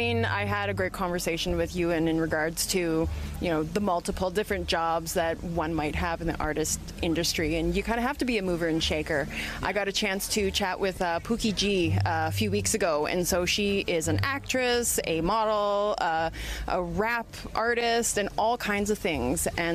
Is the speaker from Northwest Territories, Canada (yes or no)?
yes; Yellowknife, Northwest Territories, Canada; I'm born and raised in Yellowknife, so this is my home, as my mother is born and raised here as well.